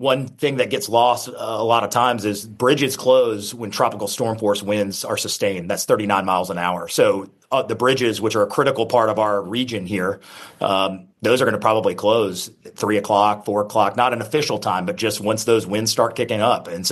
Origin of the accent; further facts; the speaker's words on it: Pensacola, Florida, United States; I was born and raised here in Pensacola.